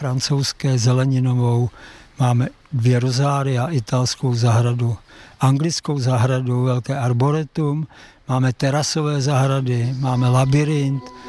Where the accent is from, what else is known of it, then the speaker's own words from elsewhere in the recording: Liberec, Liberec Region, Czechia; moved away; Já jsem se narodil v Liberci vedle botanické zahrady.